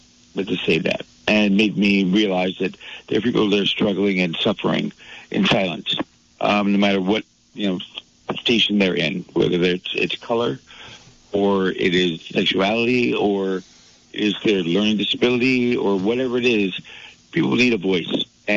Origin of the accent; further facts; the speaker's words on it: Saginaw, Michigan, United States; where I grew up in Saginaw, Michigan, and then I spent my summers once Saginaw got violent.